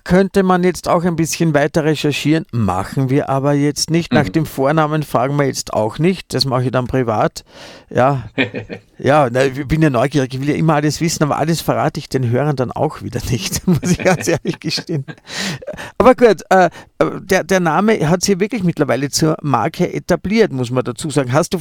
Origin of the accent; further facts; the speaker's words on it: Vienna, Austria; Ich bin nämlich gebürtiger Wiener